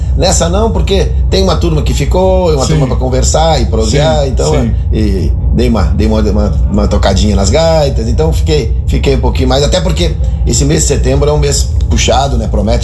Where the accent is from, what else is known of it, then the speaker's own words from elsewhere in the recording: Porto Alegre, Rio Grande do Sul, Brazil; born there; now in Barra do Ribeiro, Brazil; É, eu tô mais cidadão barrense que porto alegrense. Eu nasci em Porto Alegre, mas...